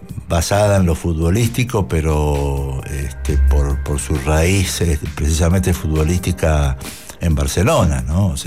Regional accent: Argentina; nos une como argentinos.

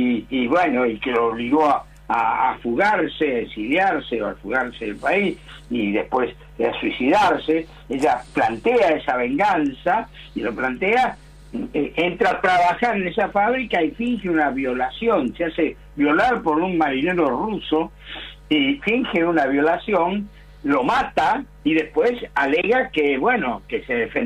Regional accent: Buenos Aires, Argentina; born there; Y yo nací en La Boca, así que conozco el barrio bien.

